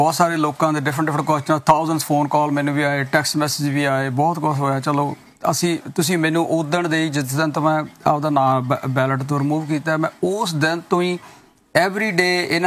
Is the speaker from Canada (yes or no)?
yes; Canada